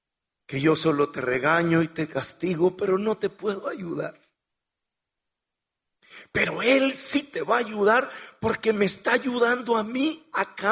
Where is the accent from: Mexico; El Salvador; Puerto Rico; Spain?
El Salvador; Santa Rosa de Lima, La Unión; born there; Mi papá era un político, fue alcalde de Santa Rosa de Lima, el pueblo donde yo nací, dos periodos.